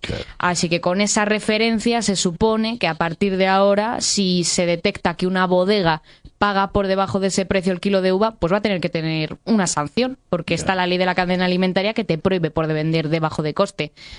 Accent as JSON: {"language": "Spanish", "town": "Valladolid", "region": "Castile and León", "country": "Spain", "said": "Yo soy de Valladolid, pero mi familia materna es de Cogeces del Monte."}